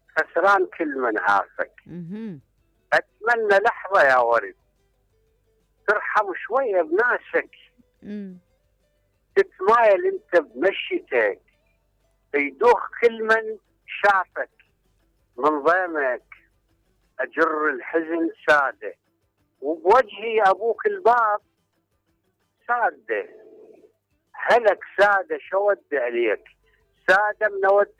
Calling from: Kut, Wasit, Iraq; الشاعر من الكوت.

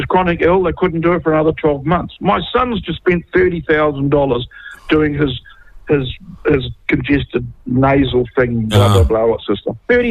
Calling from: Opotiki, Bay of Plenty, New Zealand; I'm from Opotiki. Well, halfway between Opotiki and Ahopi, out on the coast there, you know.

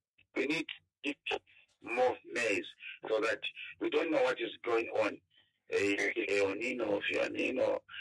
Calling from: Lusaka, Lusaka Province, Zambia; I am calling within Lusaka.

